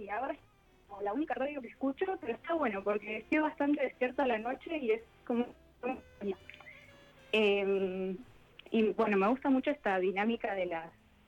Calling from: Buenos Aires Province, Argentina; Yo vivo en zona rural, pero para que te des una idea, estoy bastante cerca de Villa Ventana. Como por esa zona de sierra.

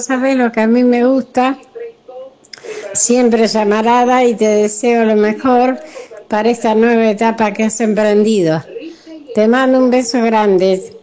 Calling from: San Martín, Argentina; de San Martín.

